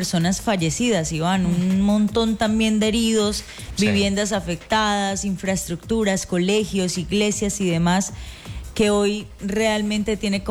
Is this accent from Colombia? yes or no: yes; Colombia; somos colombianos todos